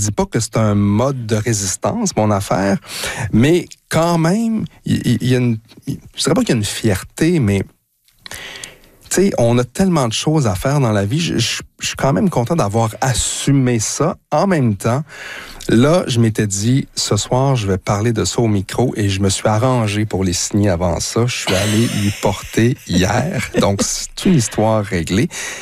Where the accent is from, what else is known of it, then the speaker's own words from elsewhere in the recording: Drummondville, Quebec, Canada; accent: Drummond; mon accent de Drummond en anglais.